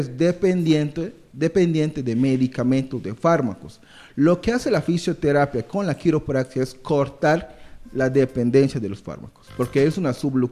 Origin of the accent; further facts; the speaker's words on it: Peru; now in Colombia; Soy médico peruano.